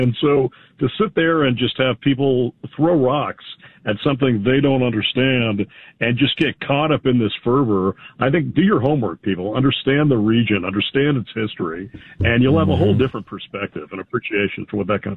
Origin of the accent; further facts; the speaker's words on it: United States; I'm Armenian by heritage. I grew up here in America. I was born here.